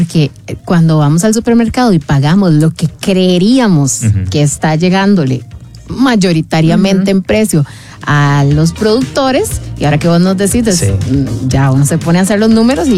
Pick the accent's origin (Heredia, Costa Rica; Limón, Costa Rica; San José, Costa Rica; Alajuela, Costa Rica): San José, Costa Rica; San Gabriel; Él es de mi tierra, él es de Acosta, yo soy de San Gabriel de Acerrí